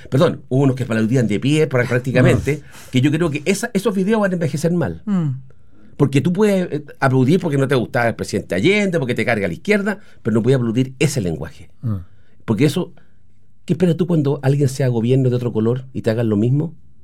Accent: Chile; nosotros los chilenos

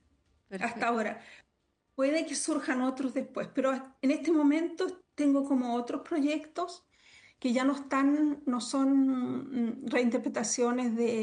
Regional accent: Chile; moved away; yo después de 40 años de vivir fuera de Chile sigo siendo chilena y sigo siéndome, sintiéndome como chilena y sigo yendo muchísimo a Chile

